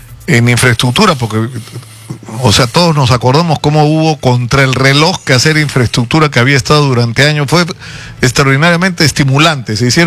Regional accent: Peru; yo creo que como los peruanos tenemos la mala costumbre de no querernos a nosotros mismos, no nos damos cuenta de lo que somos.

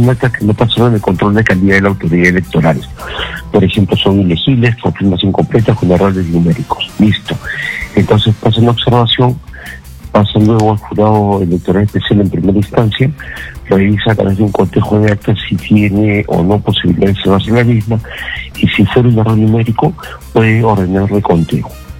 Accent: Peru; bueno, el pueblo somos todos los peruanos.

